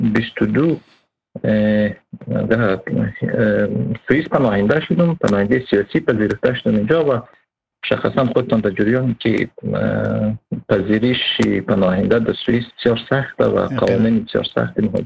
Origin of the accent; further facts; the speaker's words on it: Daykundi, Afghanistan; born there; also born or lived in Pakistan / Iran; سال 1985 در ولایت دایکنودی افغانستان به دنیا آمدیم و یک دوباره به خاطر جنگ‌های داخلی مهاجر شدم، مدتی در پاکستان و مدتی هم در ایران اینا مهاجر بودم.